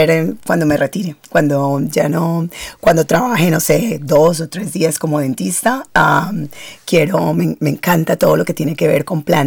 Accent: Colombia; moved away as an adult; also born or lived in London; now in Adelaide, Australia; sí, soy de Colombia, yo me fui, nos fuimos con mi familia, nos fuimos para Londres.

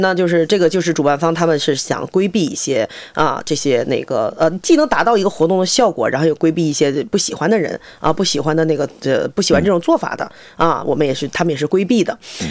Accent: China

